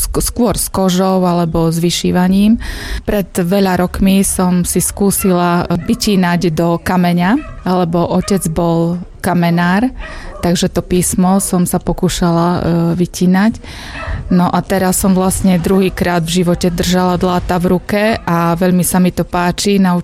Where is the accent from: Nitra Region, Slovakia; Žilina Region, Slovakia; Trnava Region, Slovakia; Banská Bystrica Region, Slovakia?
Banská Bystrica Region, Slovakia; Brezno; a prišla som z Brezna.